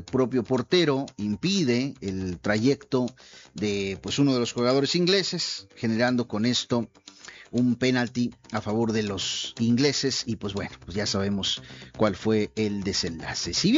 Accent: Mexico; que nos unió como mexicanos, como fans del fútbol

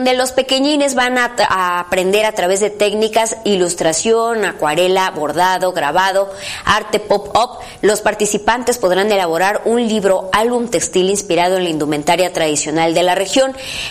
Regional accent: Chiapas, Mexico; nos da identidad como mexicanos y como chiapanecos

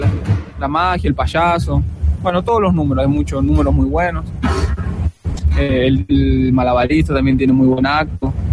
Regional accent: Argentina; moved away; Yo soy de Argentina.

